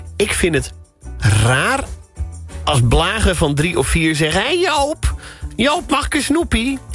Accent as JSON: {"language": "Dutch", "region": "Friesland", "country": "Netherlands", "said": "Maar ik kom uit Friesland en daar ligt het iets anders."}